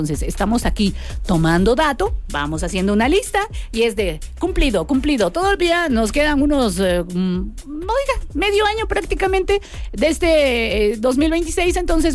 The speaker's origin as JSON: {"language": "Spanish", "country": "Mexico"}